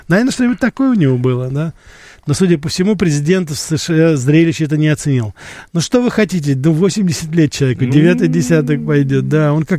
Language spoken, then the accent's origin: Russian; Russia; когда я из России, потому что я родился и вырос все-таки здесь, я ездил к родственникам в Грузию и в Армению